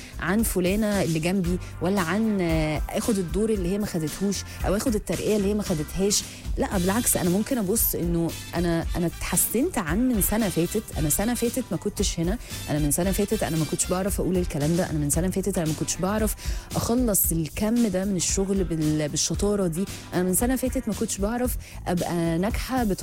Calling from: Luxor, Luxor Governorate, Egypt; من الأقصر

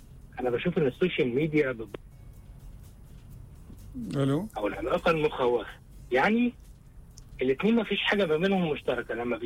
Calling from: Helwan, Cairo Governorate, Egypt; خارج من مصر الجديده، راجع على حلوان.

